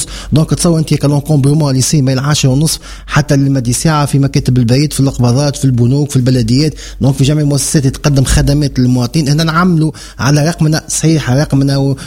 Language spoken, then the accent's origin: Arabic; Tunisia; عندنا في تونس